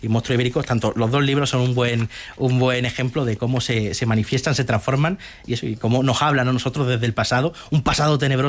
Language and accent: Spanish; Andalusia, Spain; Pero yo soy andaluz, llevo muchos años investigando el folclore de Andalucía